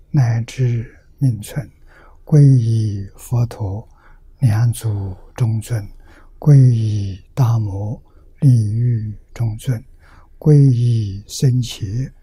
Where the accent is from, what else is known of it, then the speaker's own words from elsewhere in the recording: China; 我们中国人算虚岁，外国人讲十足年龄